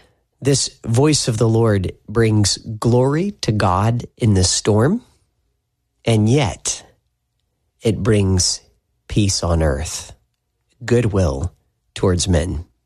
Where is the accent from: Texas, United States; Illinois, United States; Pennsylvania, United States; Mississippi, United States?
Mississippi, United States; Tupelo; I'm from Tupelo, Mississippi, and a tornado swept through Tupelo in the last few years.